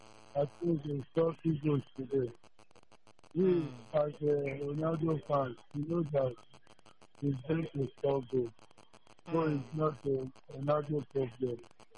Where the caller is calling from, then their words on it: Abia, Nigeria; I'm calling from the God's Own State.